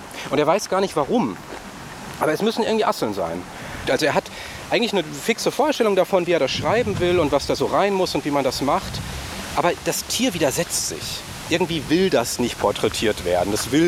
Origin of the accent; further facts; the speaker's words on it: Bergkamen, North Rhine-Westphalia, Germany; Also Berchtkam, wo ich herkomme, ist ja so ein bisschen zwischen Ruhrgebiet und Münsterland irgendwie.